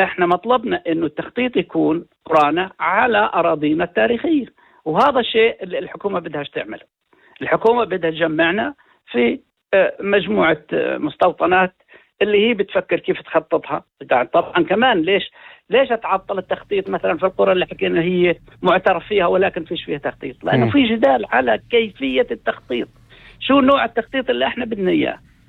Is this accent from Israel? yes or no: yes; Southern District, Israel; أنا كبدوي بدي أفوت لداخل الخط الأخضر وبعرف أن هاي الأرض للناس هذول، وأنا بعترف أن هاي الأرض ملكيتهم، ملكهم أنا، يعني إذا ما اعترفتش كمان أنا إلي دعاءات على أرض في النقب